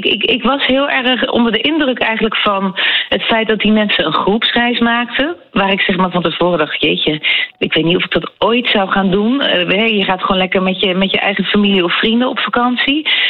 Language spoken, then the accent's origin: Dutch; Schiedam, South Holland, Netherlands; ik ben opgegroeid in de Westlander in Schiedam, en die wonen allemaal daar in die straten daaromheen. Dus ik kom er nog best vaak.